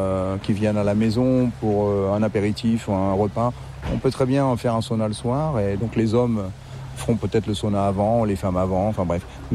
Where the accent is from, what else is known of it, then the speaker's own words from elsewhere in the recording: France; surtout nous, en tant que Français.